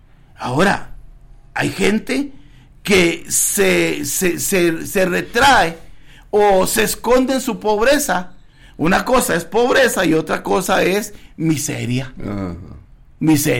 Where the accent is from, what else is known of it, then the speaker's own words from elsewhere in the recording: Palmira, Guanacaste, Costa Rica; Palmira, Los Ángeles de Palmira, en mi tierra Guanacaste